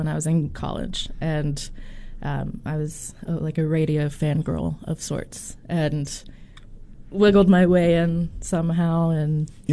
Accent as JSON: {"language": "English", "town": "Oxford", "region": "Mississippi", "country": "United States", "tie": "born or raised there", "also_born_or_lived": "New York", "said": "So I spent a lot of time between my hometown in Oxford, Mississippi, and New York."}